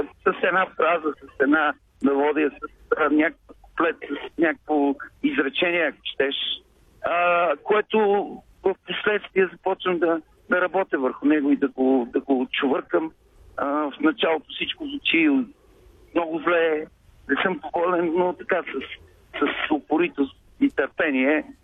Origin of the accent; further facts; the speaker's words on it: Bozhurishte, Sofia Province, Bulgaria; съм от Божурище, такова селско момче